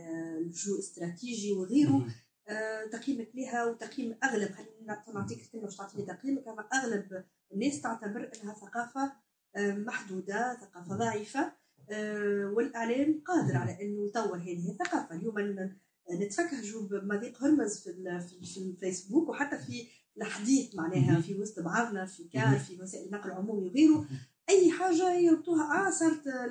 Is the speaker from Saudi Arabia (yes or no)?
no; Tunisia; فسر لي كيفاش انا اليوم تونسي واللي يسمع فيا تونسي